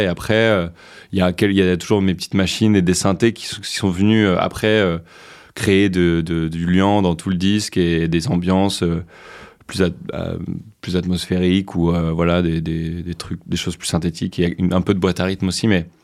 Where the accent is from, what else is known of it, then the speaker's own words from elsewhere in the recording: Normandy, France; moved away; je vais essayer de faire retourner un peu là où j'ai grandi dans l'Orne.